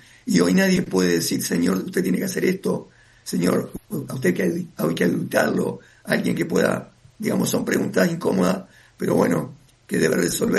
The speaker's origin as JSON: {"language": "Spanish", "town": "Concordia", "region": "Entre Ríos", "country": "Argentina", "said": "yo tengo más de 50 años, ¿no? 56. Y a los 25 años, sí, yo soy de Concordia"}